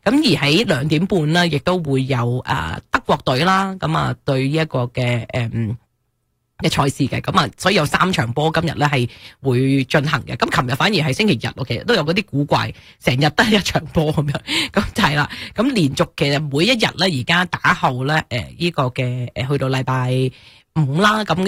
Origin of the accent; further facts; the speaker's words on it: Canada; 作为一个加拿大人